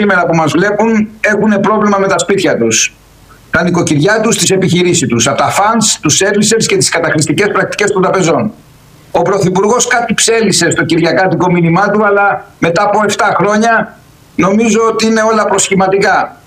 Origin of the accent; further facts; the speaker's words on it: Greece; εγώ συνεχίζω κανονικά τη δουλειά μου ως ευρωβουλευτής Έλληνας και προσπαθώ να κάνω το καλύτερο για την πατρίδα μου, την νησιωτική χώρα, την περιφέρεια και όλη την Ελλάδα.